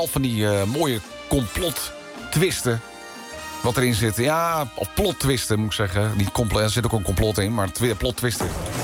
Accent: Friesland, Netherlands; We hebben bij ons in Friesland begint dit weekend het Scootjesielen.

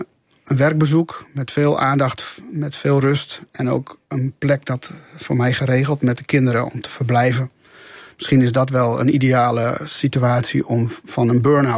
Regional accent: Friesland, Netherlands; Ik ben Fries

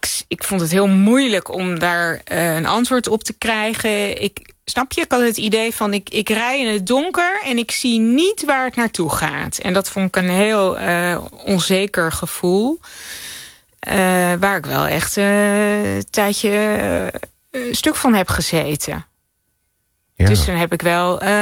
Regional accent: Zoeterwoude, South Holland, Netherlands; now in Amsterdam, Netherlands; ik ben in Zoeterwoude opgegroeid. Dat is een dorp bij Leiden. Ik zat in Leiden op de middelbare school. Maar Zoeterwoude was een klein, niks aan de hand dorp. En was ook niet zoveel te doen, laat maar zeggen.

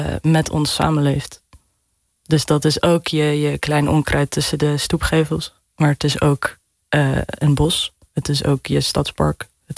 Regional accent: Rotterdam, South Holland, Netherlands; Nee, ik kom uit Rotterdam.

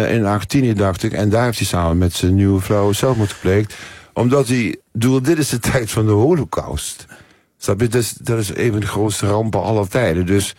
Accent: Nijmegen, Gelderland, Netherlands; Ik kom ook uit Nijmegen. En we zaten te eten in onze stad.

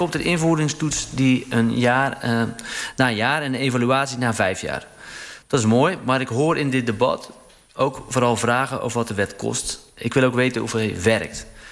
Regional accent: Netherlands

